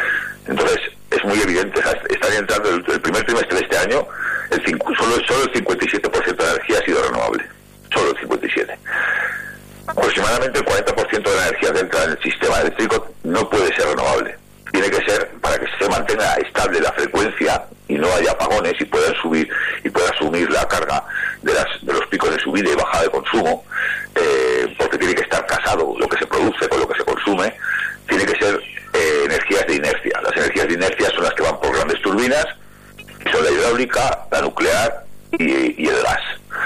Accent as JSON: {"language": "Spanish", "region": "Aragon", "country": "Spain", "said": "Y yo, por ejemplo, soy de Aragonés y en Aragón hemos visto"}